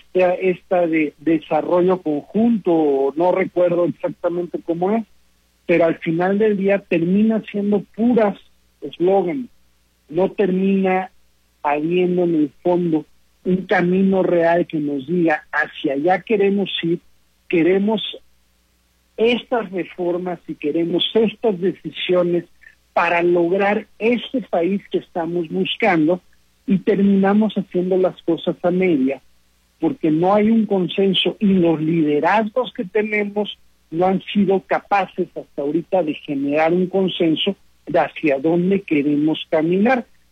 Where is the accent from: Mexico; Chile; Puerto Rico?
Mexico